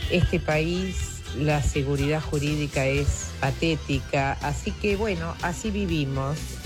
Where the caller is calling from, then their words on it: Buenos Aires, Argentina; de Belgrano.